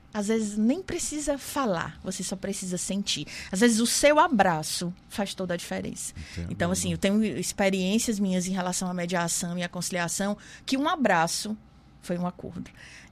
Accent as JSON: {"language": "Portuguese", "region": "Piauí", "country": "Brazil", "moved": "as an adult", "lives_now": "Maceió, Brazil", "said": "Eu sou do Piauí, né, então vim para cá, para Alagoas, em Maceió, me acolheu muito bem."}